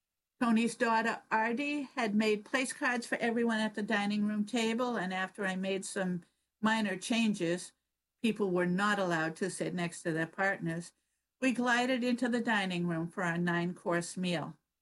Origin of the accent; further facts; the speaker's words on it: Liberia; I'm from Liberia and I've trained my friends to eat fish on the bone